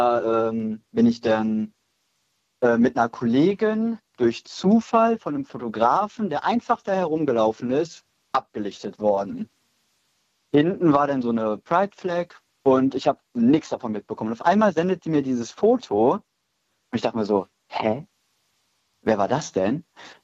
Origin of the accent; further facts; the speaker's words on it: Solingen, North Rhine-Westphalia, Germany; Oh, also hier in meiner Heimatstadt, Solingen, da ist der CSD so ein bisschen gewachsen